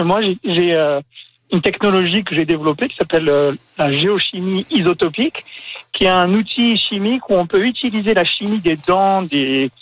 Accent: Guadeloupe; born there; Par exemple, moi, je suis né en Guadeloupe.

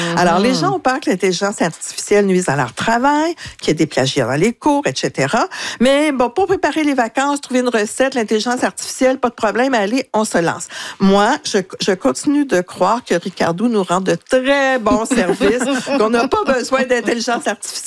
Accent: Quebec, Canada

